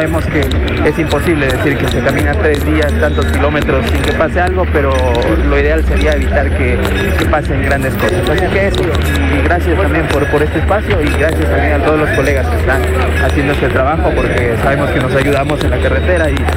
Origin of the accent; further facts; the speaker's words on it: Loja, Ecuador; yo soy de Loja